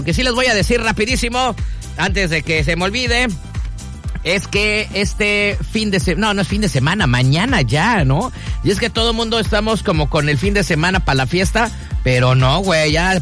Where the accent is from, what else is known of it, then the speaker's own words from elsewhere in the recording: Mexico; se nos olvidan como buenos mexicanos